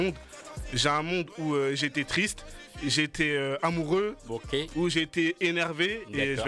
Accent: Grigny, France; born there; now in Elbeuf, France; Moi de base, je suis pas d'Elbeuf, je suis né à Grigny. Donc, moi j'ai vu mes grands à Grigny faire de la musique et tout. Je suis arrivé à Elbeuf

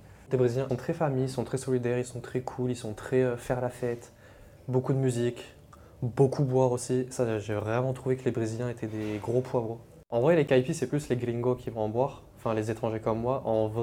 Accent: France; also born or lived in Tunisia; je suis français et en plus, je suis tunisien.

